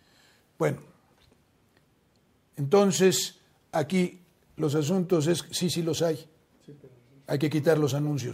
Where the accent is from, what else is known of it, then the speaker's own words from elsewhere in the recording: Mexico; como los mexicanos somos muy buenos anfitriones